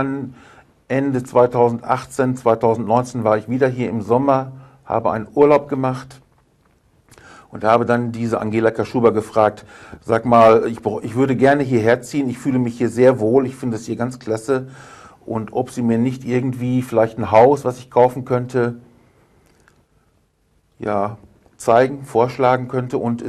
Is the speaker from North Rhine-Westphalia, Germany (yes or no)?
yes; Belecke, North Rhine-Westphalia, Germany; moved away as an adult; Ja, dort bin ich aufgewachsen. Meine ersten 50 Jahre meines Lebens habe ich dort verbracht.